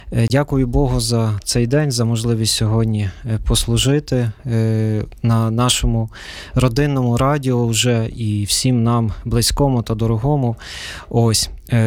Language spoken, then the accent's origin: Ukrainian; Ivano-Frankivsk Oblast, Ukraine; moved away; на моїй малій батьківщині, на Прикарпатті.